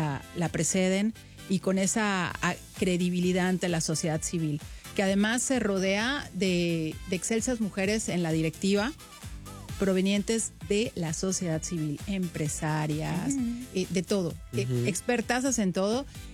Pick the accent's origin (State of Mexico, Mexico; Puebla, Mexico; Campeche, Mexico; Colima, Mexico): Campeche, Mexico; born or raised there; now in Montreal, Canada